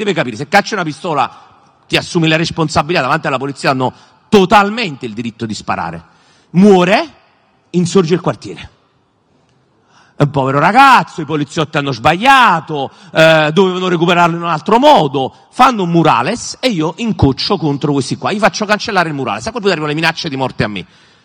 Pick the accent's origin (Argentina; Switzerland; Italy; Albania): Italy; Naples, Campania; Io sono originario del pallonetto di Santa Lucia